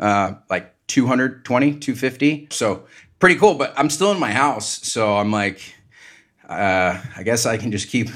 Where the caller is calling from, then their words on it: Cardiff-by-the-Sea, California, United States; I am calling from Cardiff-by-the-Sea, California. It's a small little beach town here in North County, San Diego.